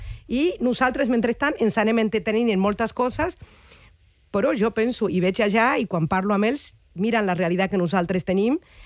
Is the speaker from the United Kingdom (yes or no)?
no; Argentina; now in Catalonia, Spain